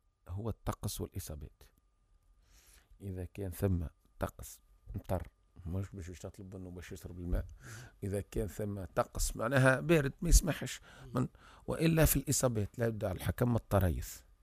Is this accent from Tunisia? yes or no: yes; Tunisia; احنا في تونس